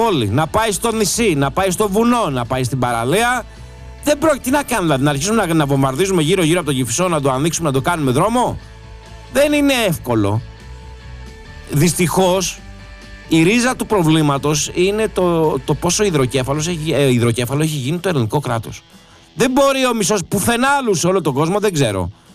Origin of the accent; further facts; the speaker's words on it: Central Greece, Greece; now in Athens, Greece; Το λέω επειδή είμαι από εκεί κοντά.